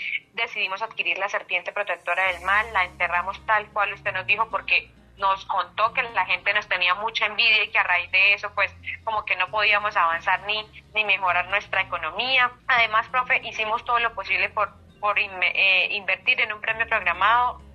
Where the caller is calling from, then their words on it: Yopal, Casanare, Colombia; Yopal Casanare.